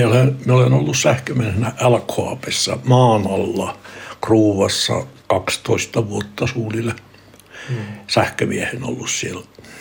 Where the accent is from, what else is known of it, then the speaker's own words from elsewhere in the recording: Kiruna, Norrbotten County, Sweden; moved away; minähän siirryin silloin Suonton jälkeen, kun minä tulin Kiruunasta.